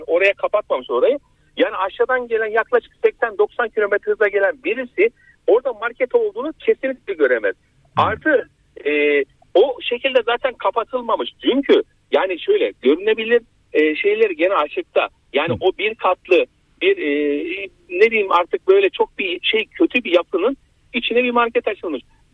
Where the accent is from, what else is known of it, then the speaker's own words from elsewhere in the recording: Ankara, Turkey; born there; ben Yeni Doğan doğumluyum aynı zamanda. O tarafları ben iyi bilen birisiyim.